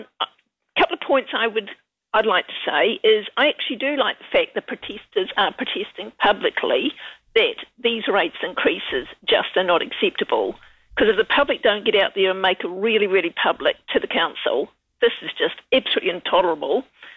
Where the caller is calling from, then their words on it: Wellington, New Zealand; Seriously, I come from Wellington, mm-hmm. and I would be there with pom-poms saying how terrible they are.